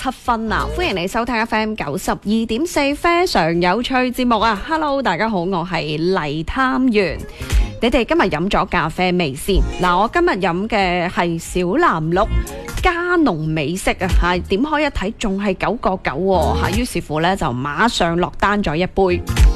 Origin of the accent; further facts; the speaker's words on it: Guangdong, China; 我哋广东人